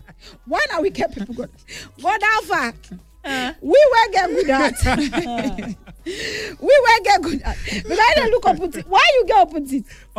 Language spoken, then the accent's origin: English; Lagos, Nigeria; I am a Lagosian woman.